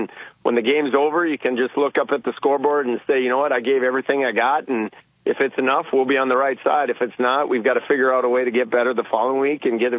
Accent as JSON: {"language": "English", "town": "Bismarck", "region": "North Dakota", "country": "United States", "tie": "born or raised there", "said": "And then, you know, my hometown of Bismarck, Greg Esslinger was an outstanding Gopher"}